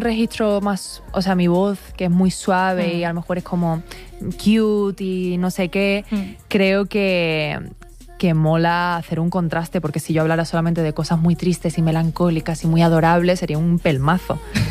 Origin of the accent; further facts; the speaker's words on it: Andalusia, Spain; Yo tengo esta cara porque soy de Andalucía.